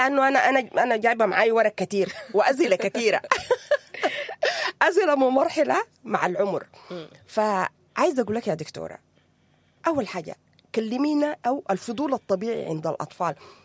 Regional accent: Sudan; احنا كسودانيين

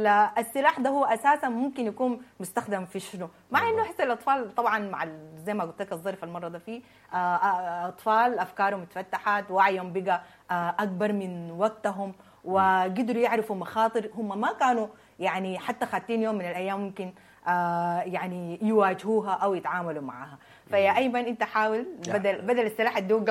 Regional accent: Sudan; الظروف اللي مرينا بها كسودانيين ما كانت حاجه

